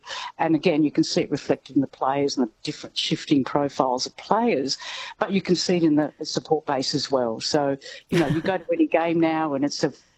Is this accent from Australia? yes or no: yes; Fitzroy, Victoria, Australia; So I grew up in Fitzroy, and Fitzroy was my second team because it was spectacularly unsuccessful in those years.